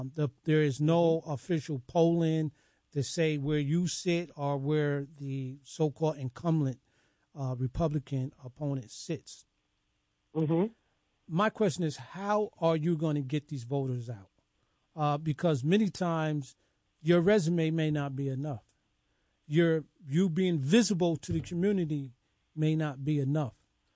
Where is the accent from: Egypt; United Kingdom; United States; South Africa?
United States; Poughkeepsie, New York; I grew up in Poughkeepsie